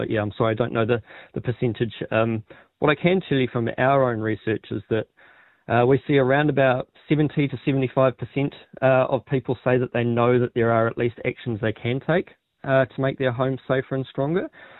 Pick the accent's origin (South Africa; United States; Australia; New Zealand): New Zealand; Napier, Hawke's Bay; now in Wellington, New Zealand; Well, I live in Te Whanganui Atara, Wellington, and so, yes, I've felt plenty, and I grew up in Napier, Ahuriri Napier in the Hawke's Bay